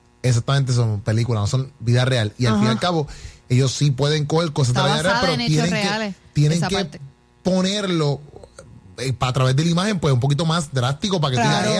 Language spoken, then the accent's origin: Spanish; Puerto Rico; nosotros como puertorriqueños